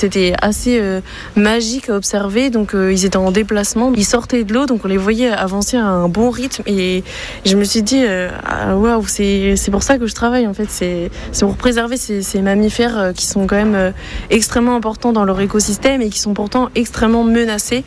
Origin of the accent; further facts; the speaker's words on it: Brest, Brittany, France; J'ai grandi à Brest et j'étais tout le temps en train de me promener sur les littoraux, de regarder mon environnement.